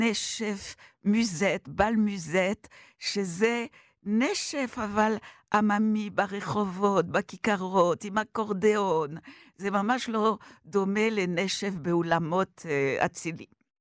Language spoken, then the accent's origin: Hebrew; Paris, Île-de-France, France; אני צרפתיה בין צרפתים. יהודיה בוודאי, דתיה אגב. אני נולדתי בפריז למזלי, אני מאוהבת בפריז.